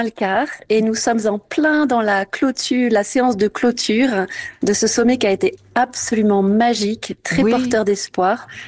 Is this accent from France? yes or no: yes; Bourgogne-Franche-Comté, France; Chez nous, en Bourgogne, c'est la sécheresse.